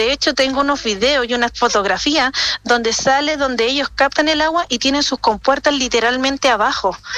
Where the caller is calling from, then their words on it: Valparaíso, Chile; nosotros somos una localidad súper pequeñita dentro de la quinta región. Somos del Camino Internacional, o sea, somos los últimos pueblitos que están antes de atravesar el paso fronterizo hacia Argentina.